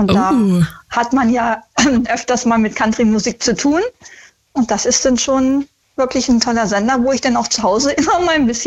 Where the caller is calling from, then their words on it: Altenau, Lower Saxony, Germany; ich komme aus Altenau im Oberharz